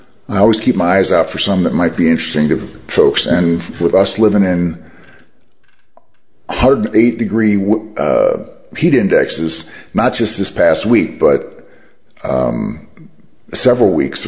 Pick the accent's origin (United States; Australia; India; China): Australia; the advantages of growing up in Australia are merely psychological and behavioral